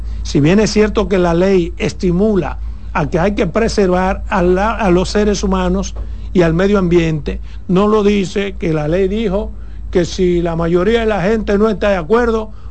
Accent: Pedernales, Dominican Republic; soy de Pedernales, donde nació la Alcoa Exploration Company.

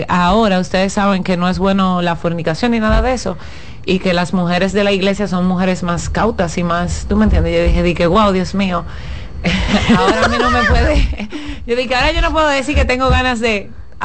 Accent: Higüey, La Altagracia, Dominican Republic; born there; Yo nací en Higüey

